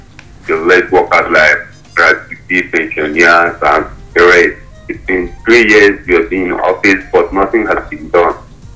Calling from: Gengere, Nigeria; calling from Gengere.

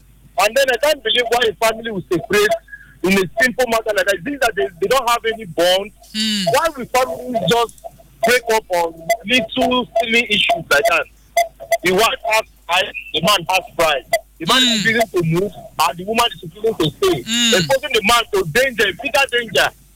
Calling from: Port Harcourt, Rivers, Nigeria; I'm calling from Port Harcourt.

